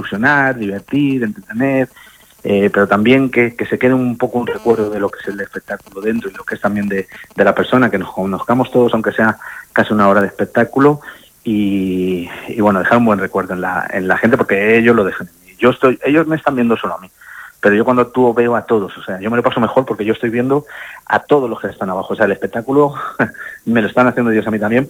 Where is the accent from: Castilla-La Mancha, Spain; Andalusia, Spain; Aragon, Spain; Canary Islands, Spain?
Castilla-La Mancha, Spain; Albacete; Yo soy de Albacete